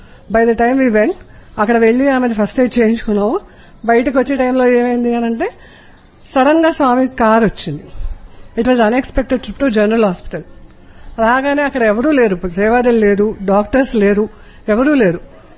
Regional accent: Hyderabad, Telangana, India; నేను హైదరాబాద్ నుండి వచ్చాను.

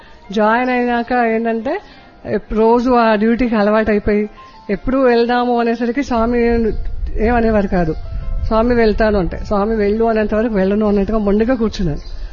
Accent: Hyderabad, Telangana, India; నేను హైదరాబాద్ నుండి వచ్చాను.

